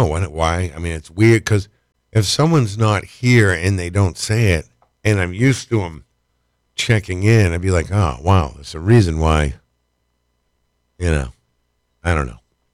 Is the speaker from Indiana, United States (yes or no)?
no; Manchester, New Hampshire, United States; Life growing up in Manch.